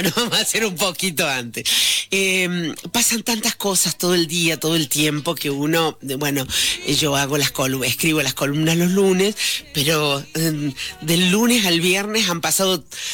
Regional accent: Arroyo Cabral, Córdoba, Argentina; born there; Hasta en los lugares más recónditos como en Arroyo Cabra, donde yo nací y donde mi madre, que ese día cumplía años, le hizo guardia al féretro que contenía un cuerpo imaginario.

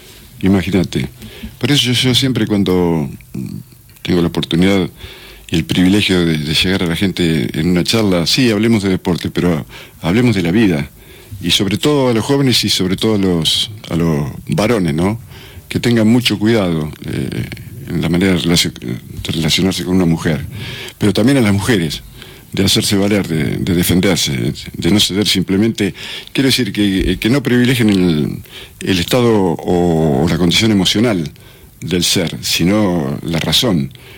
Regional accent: Argentina; yo soy hijo de una familia católica, ¿cómo se dice? Católica, apostólica y romana. No sé por qué, porque somos argentinos

